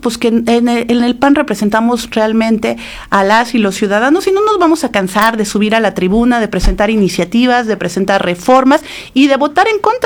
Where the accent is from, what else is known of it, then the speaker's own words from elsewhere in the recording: Mexico; como mexicanos nos dimos para autogobernarnos